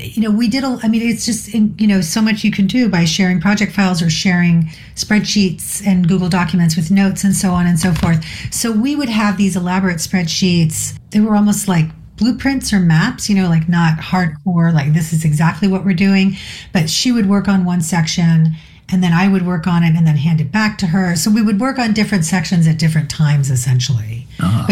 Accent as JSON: {"language": "English", "region": "New York", "country": "United States", "moved": "yes", "lives_now": "Richmond, United States", "said": "I'm a city girl. I'm from New York"}